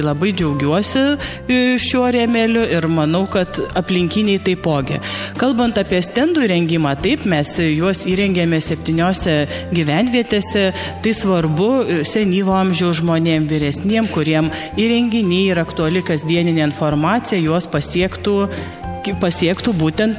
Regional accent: Sudeikiai, Utena County, Lithuania; moved away as an adult; now in Utena, Lithuania; kadangi dabar gyvenu Utenoje, nebe Sudeikiuose, taip užaugau Sudeikiuose, man šis kampelis, kraštas yra be galo svarbus.

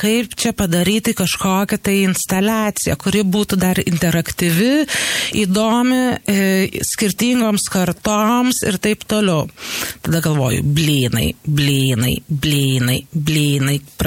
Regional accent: Hamburg, Germany; also born or lived in Berlin; now in Utena, Lithuania; Ar Hamburgą, kur mano vaikystė prabėgo, ar Kelną, kur yra mano nekraujo šeima, ar rinktis Berlyną, kur aš gyvenau.

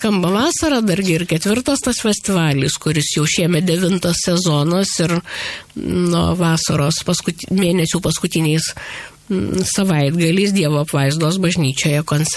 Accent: Zarasai, Utena County, Lithuania; 50% manęs yra Utenoj, 50 Zarasuose, nes tai yra mano tėviškė.

